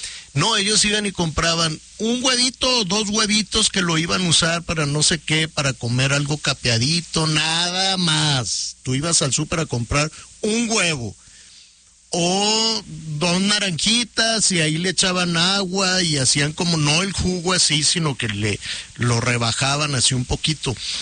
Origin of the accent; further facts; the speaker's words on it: Mexico; Somos los mexicanos, ¿verdad? Cuando te encargan a alguien, lo primero que estás pensando en qué fregado le vas a dar de comer.